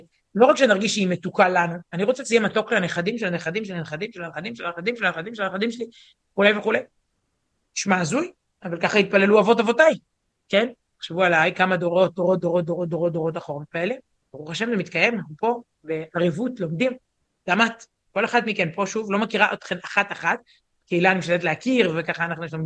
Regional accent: Herzliya, Tel Aviv District, Israel; נערה שהייתי מהרצליה

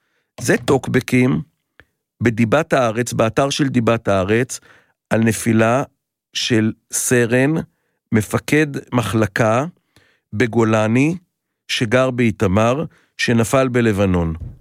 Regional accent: Tel Aviv, Tel Aviv District, Israel; אנחנו תל אביבים, מי שישמע, כן?

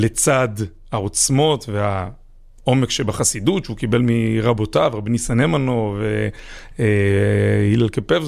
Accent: Kfar Chabad, Central District, Israel; אז אני גדלתי בכפר חב"ד, לאבא ואמא מקסימים, אבא רב

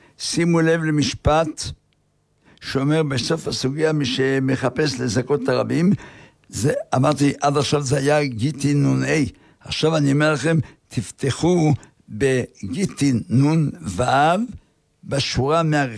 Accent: Haifa, Haifa District, Israel; אני גדלתי בחיפה

